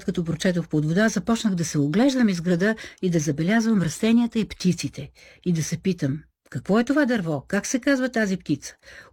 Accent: Singapore; moved away; also born or lived in New York / Delhi; Израснах в Сингапур, преместих се в Нью-Йорк, прекарах известно време в Делхи.

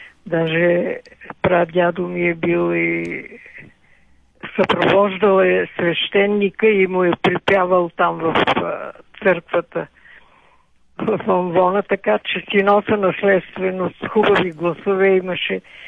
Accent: Knyazhevo, Sofia City, Bulgaria; born there; аз съм родена в Княжево, тогава си беше село, сега е квартал на София

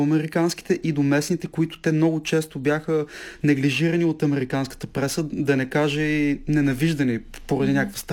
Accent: Ontario, Canada; moved away; 90-те години израснах в Онтарио, в Канада

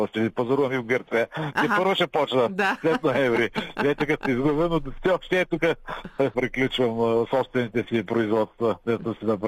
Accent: Northeast Bulgaria, Bulgaria

